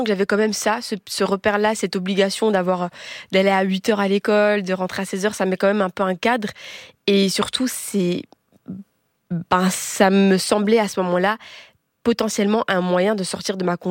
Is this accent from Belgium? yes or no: yes; Belgium; parce que je suis métisse, donc je suis belge, je suis congolaise, j'ai des traits qui me rappellent que je suis congolaise aussi